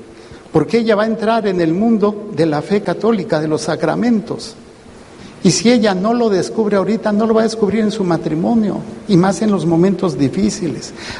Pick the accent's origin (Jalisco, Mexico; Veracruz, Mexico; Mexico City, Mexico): Mexico City, Mexico; born there; en la parroquia donde nací, en la Pasión, la Sagrada Pasión, allá en la Ciudad de México.